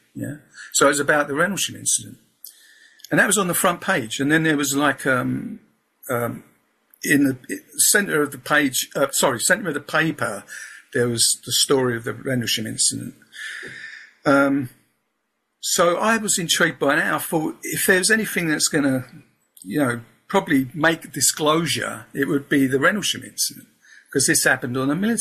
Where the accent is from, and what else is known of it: Peckham, London, United Kingdom; born or raised there; accent: Southeast London